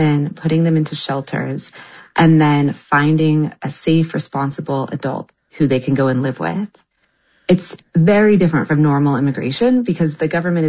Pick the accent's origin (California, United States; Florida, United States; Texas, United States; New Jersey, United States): California, United States; and I'm from California. My family is all out there